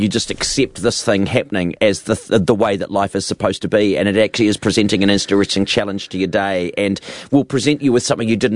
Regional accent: New Zealand; I'm a New Zealander

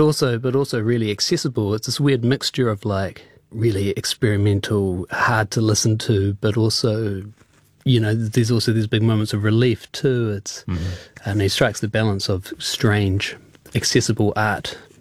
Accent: Wellington, New Zealand; growing up in Wellington during that time when like … were slanging off all those CDs, and it was an amazing time to be in Wellington

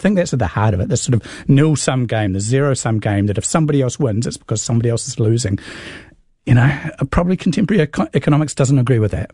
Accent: Scotland, United Kingdom; I'm Scottish.

